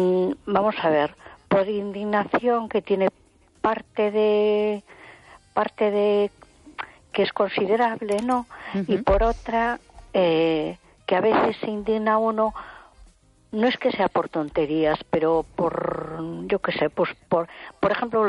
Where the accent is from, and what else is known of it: A Coruña, Galicia, Spain